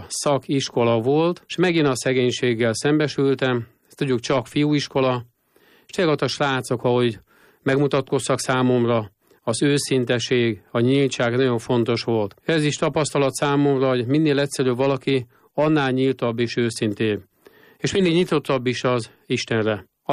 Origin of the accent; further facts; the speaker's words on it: Tököl, Pest, Hungary; Tökörről származom, Csepel-sziget közepéről, ez egy horvát nemzetiségű falu volt.